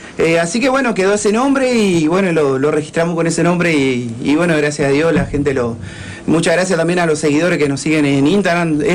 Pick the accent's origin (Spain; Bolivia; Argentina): Argentina; La Paz, Entre Ríos; born there; now in Paraná, Argentina; yo nací en La Paz, uh-huh. Y me vine en el 2001, por ahí 2002.